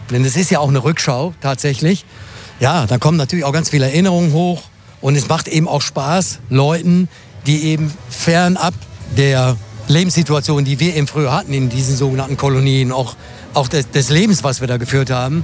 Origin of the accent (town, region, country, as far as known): Germany